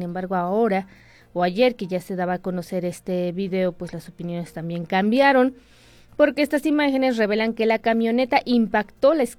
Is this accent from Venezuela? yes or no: no; Mexico